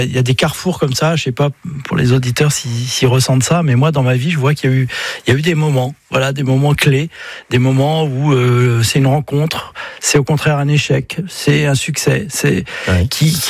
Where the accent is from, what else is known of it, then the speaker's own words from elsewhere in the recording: Brittany, France; je suis breton, et puis je le ressens profondément, donc voilà, de la vallée de la Rance, juste derrière Saint-Malo